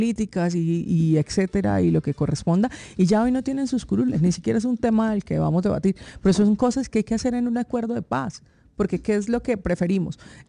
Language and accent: Spanish; Colombia